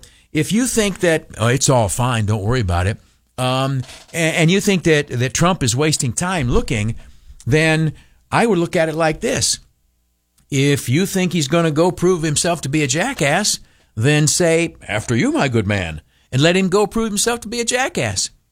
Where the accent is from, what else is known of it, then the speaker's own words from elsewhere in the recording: United States; I think as an American, both I as a redneck conservative